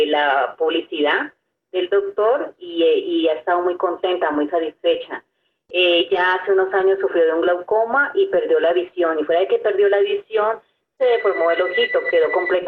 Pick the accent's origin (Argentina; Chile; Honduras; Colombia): Colombia; Cali, Valle del Cauca; Venimos desde la ciudad de Cali, acá a Bogotá